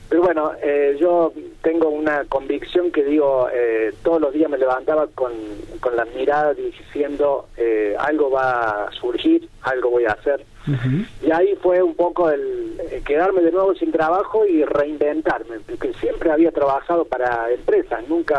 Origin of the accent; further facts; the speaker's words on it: Río Tercero, Córdoba, Argentina; now in Villa de Soto, Argentina; Mira, en realidad yo soy originario de Río Tercero, bueno, allá me crié y estudié. Y bueno, allá viví con mis padres.